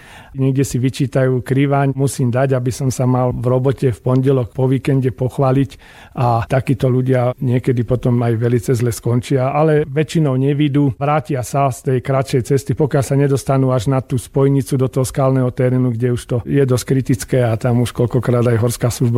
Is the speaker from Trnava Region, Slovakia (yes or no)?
no; Bratislava, Bratislava Region, Slovakia; niekedy sa aj hanbím priznať, že som Bratislavčan, ale väčšinou teda sa priznám a nájde sa nejaká spoločná reč.